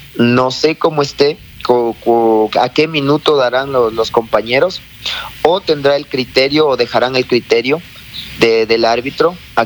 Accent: Ecuador; nosotros como ecuatorianos

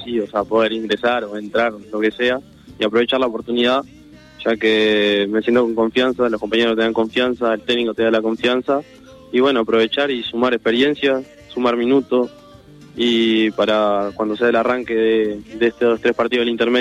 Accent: Laureles, Uruguay; vengo de Laureles

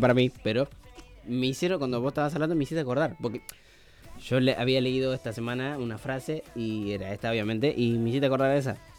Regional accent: Argentina; somos argentinos.

